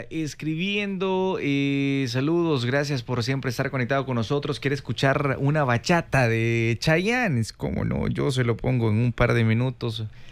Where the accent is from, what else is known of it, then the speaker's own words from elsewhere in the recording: El Salvador; Primero Dios, el próximo julio nos vemos en mi país, El Salvador.